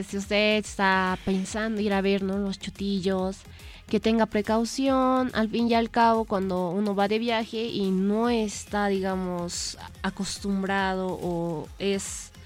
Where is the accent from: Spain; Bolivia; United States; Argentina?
Bolivia; Potosí; Al fin y al cabo es Potosí, nosotros somos de Potosí.